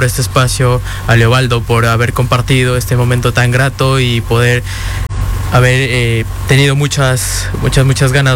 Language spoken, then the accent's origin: Spanish; Quito, Pichincha, Ecuador; saludos a toda mi gente de Quito, Ecuador, sobre todo